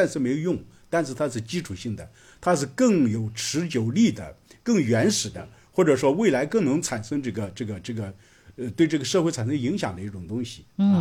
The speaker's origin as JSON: {"language": "Chinese", "country": "China"}